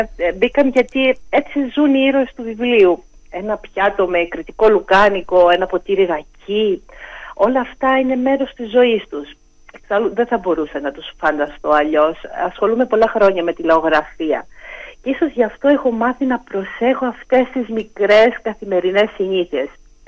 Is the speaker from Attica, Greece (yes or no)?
no; Crete, Greece; Εγώ κατάγομαι από την Αρμάχα, ένα μικρό χωριό λίγα χιλιόμετρα έξω από το Καστέλι, κοντά στο Γεράκι.